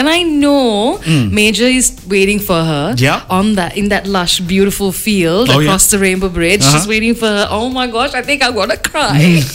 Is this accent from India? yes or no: yes; India; I'm Indian.